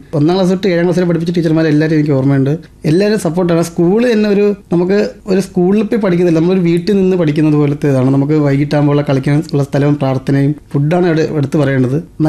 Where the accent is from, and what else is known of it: Varkala, Kerala, India; born or raised there